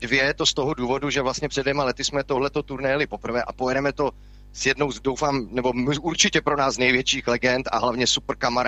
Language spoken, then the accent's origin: Czech; Prague, Czechia; No, takže jsme prostě takový spolužáci, akorát dva jsou z Horních Počernic a my dva s Otíkem jsme zase z Modřan, to jsou takový dvě periferní čtvrti Prahy.